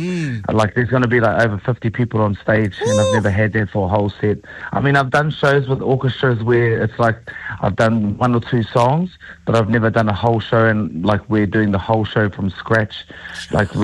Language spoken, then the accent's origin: English; New Zealand; I'm sure every New Zealander's grown up with, especially in my generation, which I'm only 22.